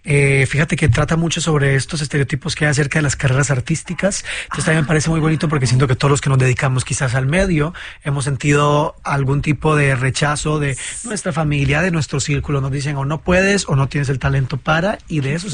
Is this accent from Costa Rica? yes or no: yes; Costa Rica; yo vengo de Costa Rica, por ejemplo.